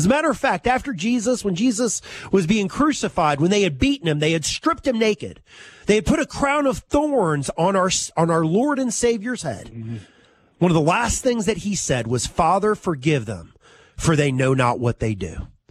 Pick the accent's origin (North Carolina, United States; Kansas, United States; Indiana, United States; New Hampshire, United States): North Carolina, United States; Winston-Salem; You know, I grew up in Winston-Salem here and all of that, had a good family and this, that, and the other.